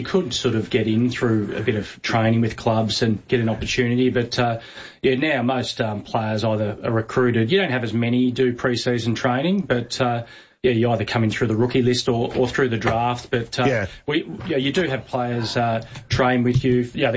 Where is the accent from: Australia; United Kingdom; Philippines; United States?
Australia; Melbourne, Victoria; I grew up in Avondale Heights with the family